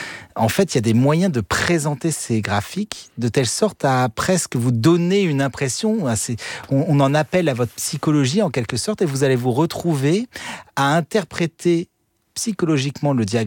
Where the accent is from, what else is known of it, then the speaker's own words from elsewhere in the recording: Fréjus, Provence-Alpes-Côte d'Azur, France; born there; la plage de mon enfance à Fréjus.